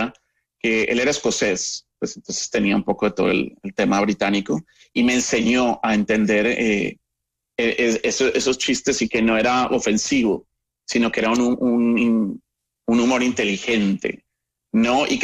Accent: Colombia; moved away; Recuerdo que cuando salí de Colombia hace muchos años

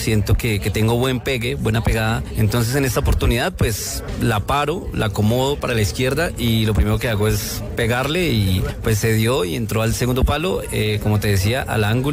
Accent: Colombia; yo creo que como muchos colombianos, fue un sueño, digamos, ha sido un sueño, digamos, jugar fútbol

